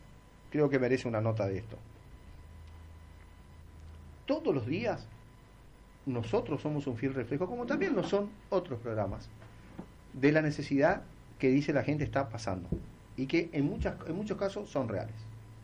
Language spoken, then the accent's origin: Spanish; Argentina; como cualquier argentino de bien.